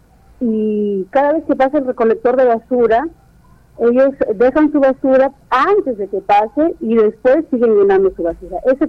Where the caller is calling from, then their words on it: Morales, San Martín, Peru; yo vivo en Girón, Atumpampa